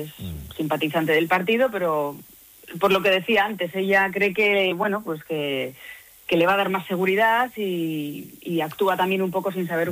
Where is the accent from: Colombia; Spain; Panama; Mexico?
Spain; Basque Country; cómo somos los vascos, ¿eh?